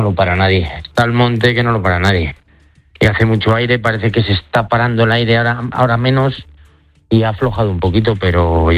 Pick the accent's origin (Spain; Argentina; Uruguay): Spain; Nava de Jadraque, Castilla-La Mancha; Yo soy de la Nava de Jadraque.